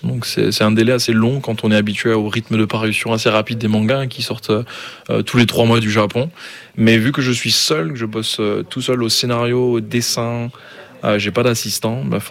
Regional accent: Ghana; now in France; J'ai découvert One Piece alors que j'étais encore au Ghana. J'ai grandi en Afrique de l'Ouest où malheureusement on n'a pas vraiment accès à tout ça comme en France.

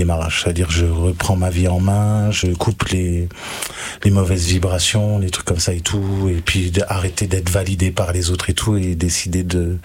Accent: Briey, Grand Est, France; Précisément de Briey.

